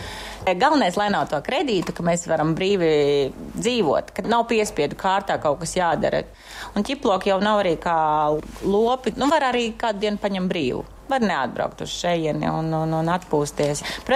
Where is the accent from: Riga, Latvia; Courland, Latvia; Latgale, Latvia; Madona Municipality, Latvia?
Madona Municipality, Latvia; Sausnēja; Jā, es esmu no Sausnes, kas ir 10 km no Ērgļiem. Privāta māja, bet turpat bija skola, mamma bija skolotāja.